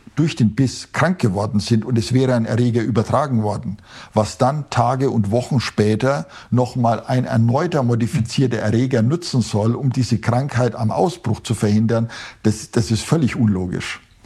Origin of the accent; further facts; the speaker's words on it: West Germany, Germany; Ich bin ja im Westen zwar aufgewachsen